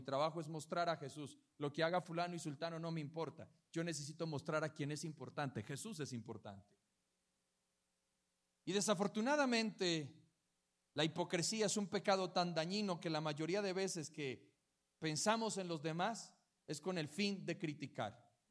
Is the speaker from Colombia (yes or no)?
yes; Colombia; No somos, somos colombianos. Dios nos bendice por ser colombianos, ¿o no?